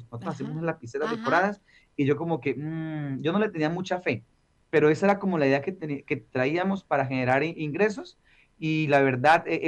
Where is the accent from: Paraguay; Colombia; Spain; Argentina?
Colombia; moved away; Y cuando salimos de Colombia teníamos en Ecuador $200.